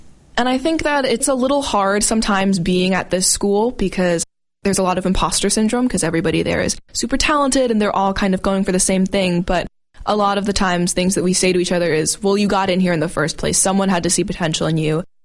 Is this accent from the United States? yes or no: yes; Wellesley, Massachusetts, United States; I grew up in Wellesley, Massachusetts.